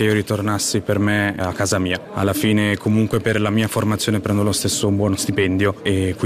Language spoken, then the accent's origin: Italian; Ticino, Switzerland; io mi sento molto meglio qua a casa mia dove sono cresciuto, piuttosto che in Svizzera interna